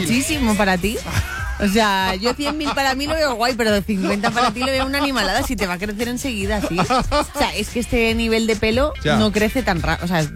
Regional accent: Valencia, Valencian Community, Spain

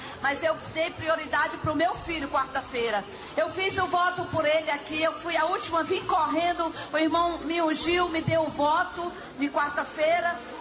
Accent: Cachoeiras de Macacu, Rio de Janeiro, Brazil; Eu venho lá de Cachoeira de Macacu para fazer essa campanha.

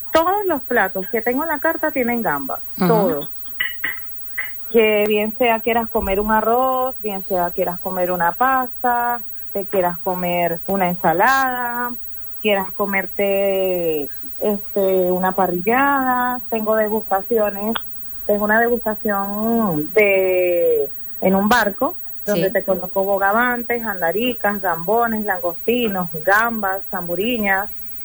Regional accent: Venezuela; now in Spain; Solo esos dos productos que me representan como venezolana.

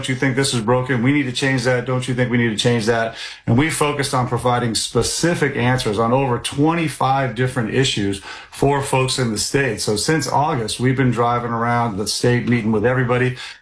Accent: Maine, United States; And in southern Maine, you've got a much greater blend of more liberal Democratic focus. I'm from District 1. My wife, my family grew up here.

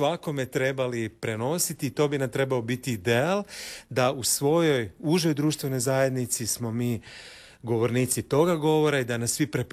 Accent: Zagreb, City of Zagreb, Croatia; Ja sam iz najljepšeg dela Zagreba. Moja ulica je Ivana Gorana Kovačića, to je Rokov Perivoj i Gorana Kovačića. Tamo sam odrastao, igrao se na Rokovu Perivoju, na Cmroku.

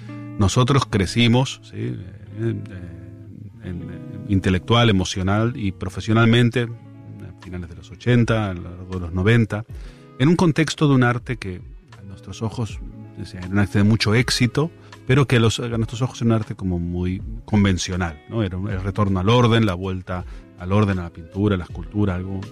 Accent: Spain; born there; also born or lived in Argentina; todas las generaciones que crecimos en España a partir de la década de los 80

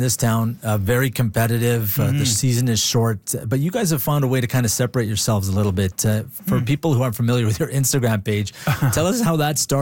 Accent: Edmonton, Alberta, Canada; I grew up in Mill Woods

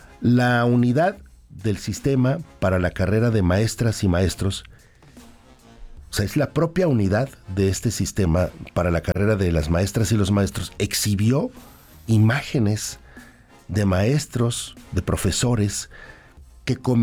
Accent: Mexico; mexicanos.

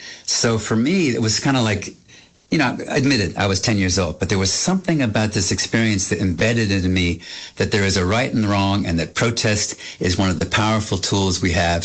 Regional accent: Washington, District of Columbia, United States; You know, I grew up in Washington, D.C.

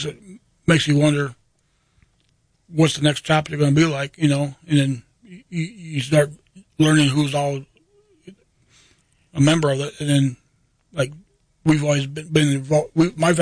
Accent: Sioux Falls, South Dakota, United States; We grew up in Sioux Falls.

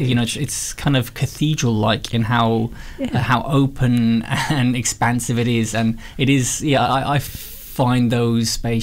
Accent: Ireland; now in Australia; No, I'm not from Australia. So I come from a much wetter part of the world. I come from Ireland, which is pretty different from the Labrador.

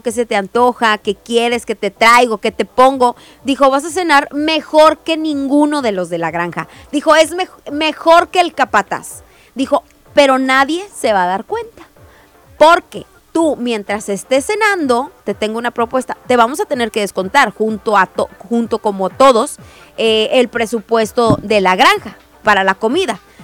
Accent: Monterrey, Nuevo León, Mexico; somos de Monterrey

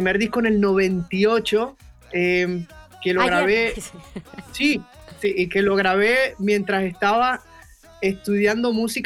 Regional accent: Puerto Rico; yo soy boricua, soy de Puerto Rico, llevo esas ganas de bailar en la sangre

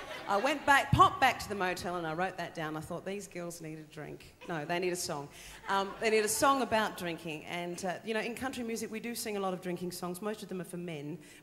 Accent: Central Coast, New South Wales, Australia; we sophisticated women of the Central Coast

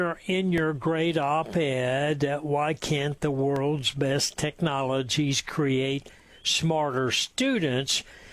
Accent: Oklahoma, United States; I'm from Oklahoma

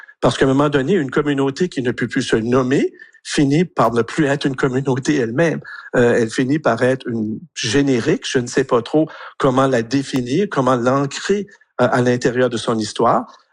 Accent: Acadia, Canada

